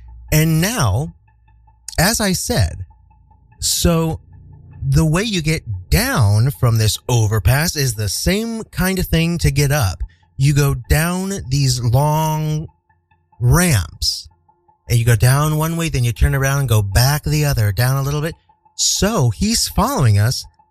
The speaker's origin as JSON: {"language": "English", "region": "Midwest", "country": "United States", "moved": "yes", "said": "I am a Midwesterner at heart."}